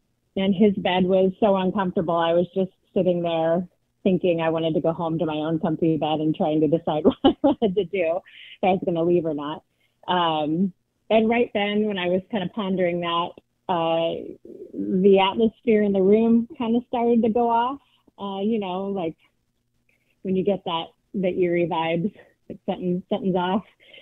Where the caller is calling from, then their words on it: Portland, Oregon, United States; I'm from Portland, Oregon as well.